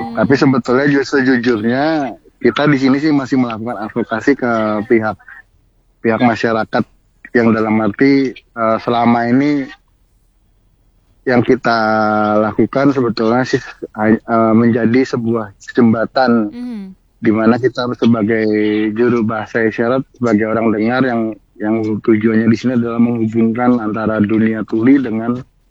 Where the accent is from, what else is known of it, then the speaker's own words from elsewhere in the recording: Semarang, Central Java, Indonesia; misalkan saya dari Semarang, contoh waktu saya dipanggil untuk membantu menerjemahkan di Cirebon, saya ngomong gitu, ini saya yang pakai, ini saya gunakan budaya budaya kota Semarang, bahasa isyaratnya.